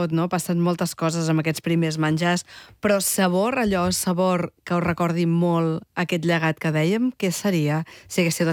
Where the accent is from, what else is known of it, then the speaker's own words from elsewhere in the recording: Tarragona, Catalonia, Spain; Què t'he de dir, que jo soc de Tarragona?